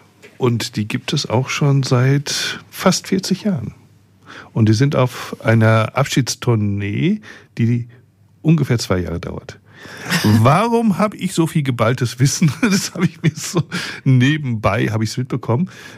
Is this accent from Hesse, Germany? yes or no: yes; Rüsselsheim, Hesse, Germany; born there; also born or lived in North Rhine-Westphalia; dass ich aus NRW komme. Ne? Aber eigentlich im Herzen schon seit meinem ersten Lebensjahr Rüsselsheimer. Und natürlich auch Hesse.